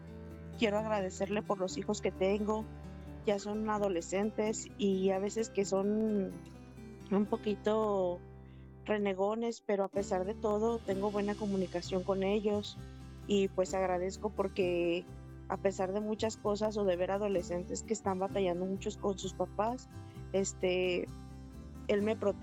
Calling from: Tlajomulco de Zúñiga, Jalisco, Mexico; de aquí de Tlajomulco de Zúñiga.

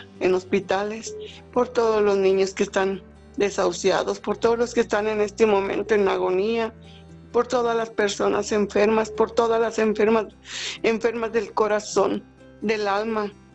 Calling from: Zacapu, Michoacán, Mexico; Zacapu, Michoacán.

